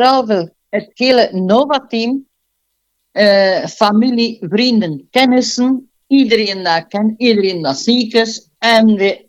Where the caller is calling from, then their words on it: Belgium; we zijn Belgen